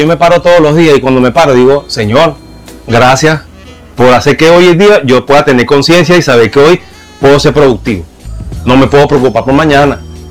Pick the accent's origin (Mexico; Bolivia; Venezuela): Venezuela; Somos venezolanos. Vamos a partir por ahí de que somos venezolanos. Bueno, vamos a echarle bola porque somos venezolanos.